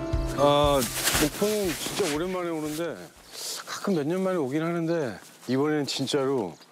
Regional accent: Mokpo, South Jeolla, South Korea; 고향이죠.

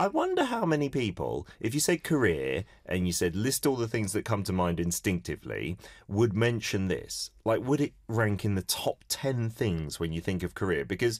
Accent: London, United Kingdom; because I grew up in North London. And even now, there's not a massive population of Koreans in London compared to the West Coast.

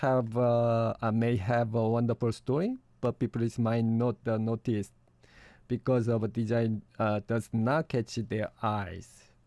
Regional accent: Jeju, South Korea; English is a second language; moved away as an adult; When I told him I was from Jeju

